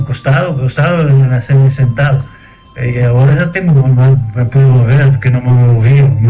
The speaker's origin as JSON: {"language": "Spanish", "region": "Rivera", "country": "Uruguay", "said": "Sí, soy acá de Rivera."}